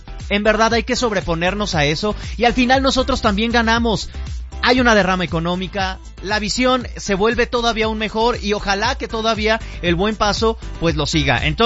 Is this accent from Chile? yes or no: no; Mexico; Nuestra impresión como mexicanos no es ser gandallas, que sí luego los hay, y a eso voy.